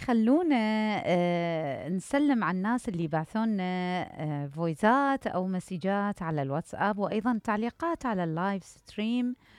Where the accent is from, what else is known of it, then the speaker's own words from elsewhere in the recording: Iraq; صدق أكو ثقافة اختفت عندنا بالعراق اللي هي تشادر